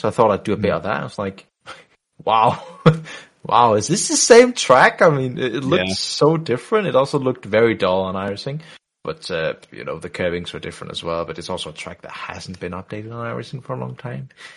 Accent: Denmark; I'm from Denmark as well. I live in Denmark, which is like winter, 8 months of the year.

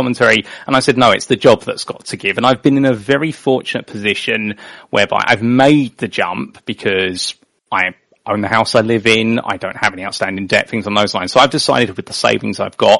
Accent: United Kingdom; growing up in the United Kingdom and watching British motorsport and Formula One, you only know the circuits they go to unless you start doing your research

